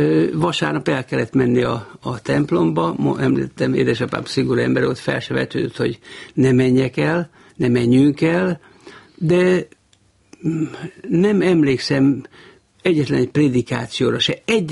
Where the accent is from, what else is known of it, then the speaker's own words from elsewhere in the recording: Nyíregyháza, Szabolcs-Szatmár-Bereg, Hungary; also born or lived in Kondoros; én Kondroson születtem még, két nővéremmel együtt. Öcsém, aki 10 éve fiatalabb, az már Nyíregyházán született. 2 éves koromban, tehát 40-ben áthelyeztek vitték édesapámat Nyíregyháza